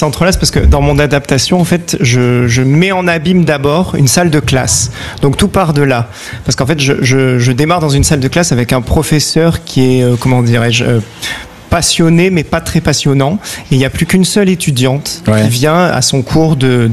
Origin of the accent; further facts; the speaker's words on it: Avignon, Provence-Alpes-Côte d'Azur, France; born there; Moi je suis né au Théâtre du Balcon, donc je crois que j'ai jamais fait autre chose qu'Avignon dans ma vie